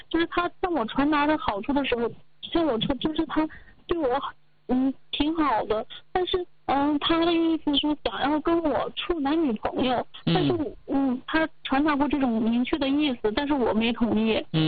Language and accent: Chinese; Changchun, Jilin, China; moved away as an adult; now in Hangzhou, China; 我家是东北的，我是吉林长春人，我今年26岁。